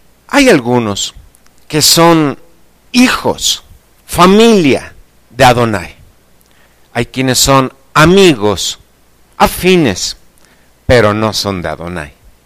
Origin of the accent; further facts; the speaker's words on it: Mexico; O sea, pensemos nosotros que somos mexicanos, la gran mayoría.